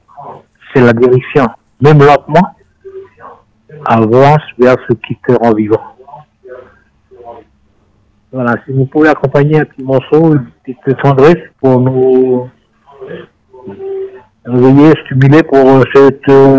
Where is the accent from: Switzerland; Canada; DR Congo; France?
France; Lille, Hauts-de-France; Je connais un peu parce que moi, je suis de Lille.